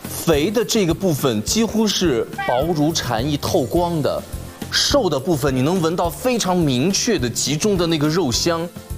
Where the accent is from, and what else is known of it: Liangshan, Sichuan, China; born or raised there